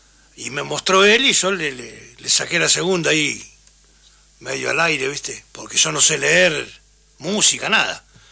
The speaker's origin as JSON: {"language": "Spanish", "town": "San Nicolás", "region": "Buenos Aires Province", "country": "Argentina", "said": "Sí, señor, sí. Sí. Un abrazo para todos los nicoleños que estén escuchando."}